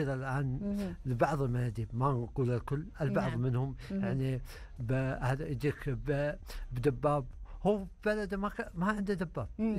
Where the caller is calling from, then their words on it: Saudi Arabia; أنا سعودي